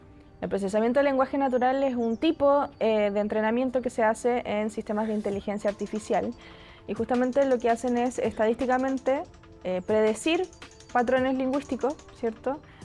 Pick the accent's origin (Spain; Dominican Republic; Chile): Chile; En Chile, por ejemplo, decimos nanay, que tiene que ver con cierto hacer un cariño. Y eso viene de nuestros lenguajes indígenas